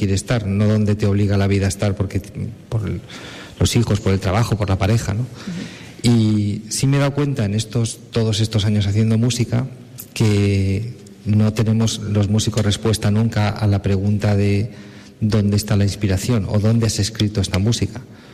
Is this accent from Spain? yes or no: yes; Cantabria, Spain